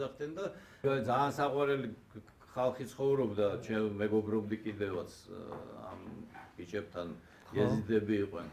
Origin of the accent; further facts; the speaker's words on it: Tbilisi, Georgia; მე ესე შემილია თქვა რომ ბოცვაძელი ვარ რა, ვერაზე. თვითონ ეს ქუჩაც და ჩემი მეზობლები, ესე ვთქვა, უბნელები წამოვედი იქიდან, ხო, რაღაც გადმოვედი აქეთკენ